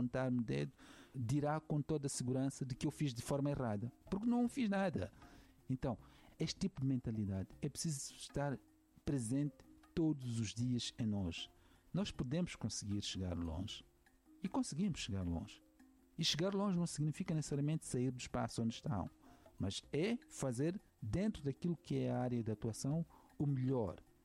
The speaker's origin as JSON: {"language": "Portuguese", "country": "Mozambique", "said": "como dou a um santomense, a um guineense, a um cabo-verdiano, que me pedem, mesmo sendo moçambicano."}